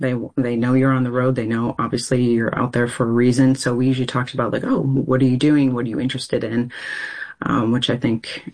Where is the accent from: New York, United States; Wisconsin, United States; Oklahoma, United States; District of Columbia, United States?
New York, United States; Rochester; when I say I'm from New York, people always assume the city. And then Rochester.